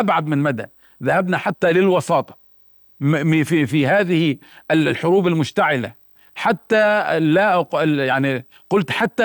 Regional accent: Palestine; نحن كفلسطينيين

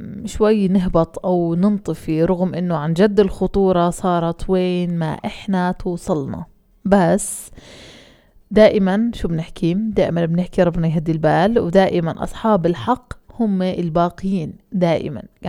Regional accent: Palestine; يعني إحنا كفلسطينيين لما إحنا بدنا نواجه خطر معين

